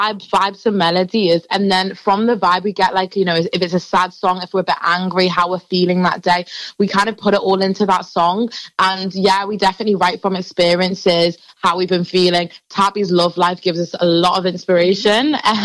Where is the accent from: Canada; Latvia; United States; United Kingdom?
United Kingdom; Liverpool, North West England; as in we're from Liverpool and stuff.